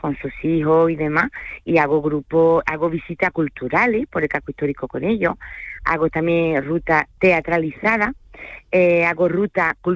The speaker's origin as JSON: {"language": "Spanish", "country": "France", "second_language": "Spanish", "said": "Porque soy francesa, aunque no se me note, todo el mundo me lo dice."}